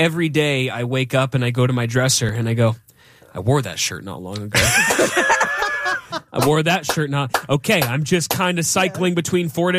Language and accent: English; California, United States; Yeah, because I was from California.